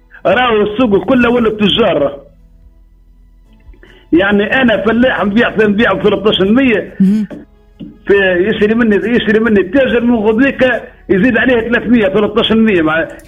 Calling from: Tunisia; عندنا في تونس

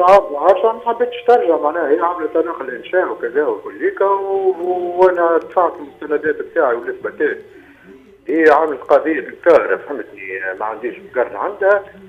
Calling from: Nefza, Béja, Tunisia

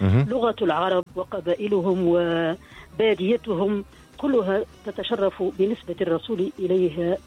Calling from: Tunis, Tunis Governorate, Tunisia

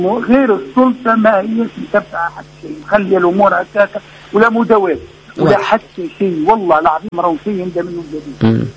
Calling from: Tunisia; أنا مواطن تونسي

